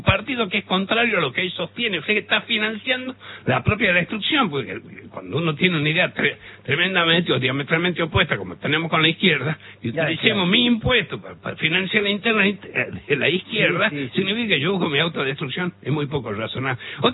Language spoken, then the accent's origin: Spanish; Salta, Argentina; Así es, Nico. Soy de Salta y hago falta.